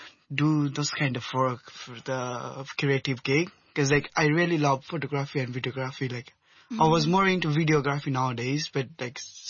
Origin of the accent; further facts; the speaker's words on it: Nepal; English is a second language; now in Hong Kong; Hong Kong culture is totally new because, like, we are not used to have this kind of culture back in Nepal